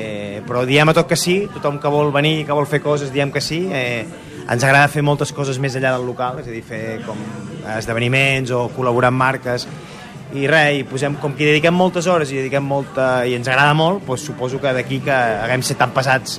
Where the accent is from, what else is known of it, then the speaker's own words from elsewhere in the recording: Banyoles, Catalonia, Spain; moved away as an adult; now in Barcelona, Spain; som amics de Banyoles des dels dos anys, anàvem a la guarderia junts